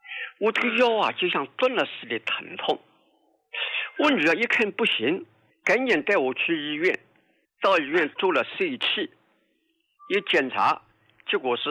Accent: Jiangsu, China; 胡老、啊，我老家呢是江苏的。

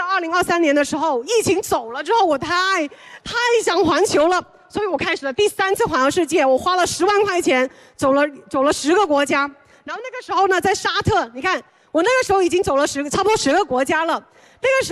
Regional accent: China; moved away; also born or lived in New York; 我是中国人啊，

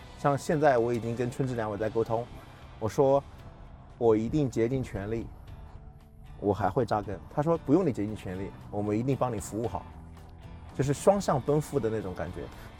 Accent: Yancheng, Jiangsu, China; moved away as an adult; now in Hunan, China; 江苏盐城人，在湖南一共种了10000多亩地，江苏是我长大的地方，湖南是让我长大的地方。

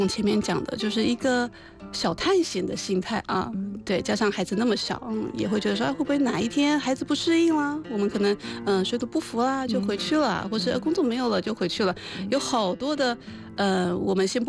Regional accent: Taiwan; moved away as an adult; now in Hefei, China; 所以在我的可能人生前30年，我的家人都跟我在台湾，所以台湾这个地方，我的老家是我的家。

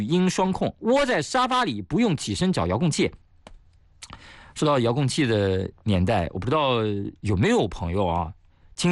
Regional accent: Shanxi, China; moved away; 那就是我的老家山西。

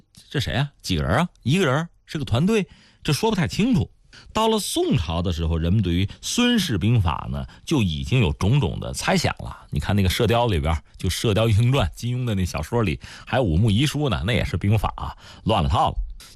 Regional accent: China; 我们中国人

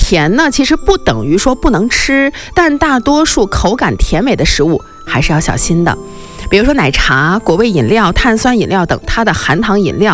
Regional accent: China

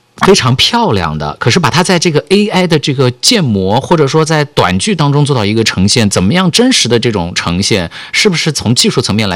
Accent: Xinjiang, China; 尤其是在我们新疆人的这个朋友圈当中大家都在去转发

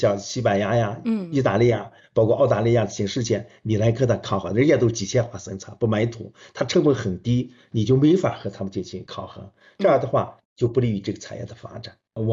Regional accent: China

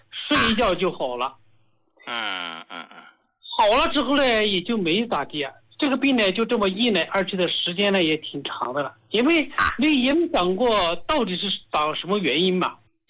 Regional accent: Hubei, China; 我是湖北人，

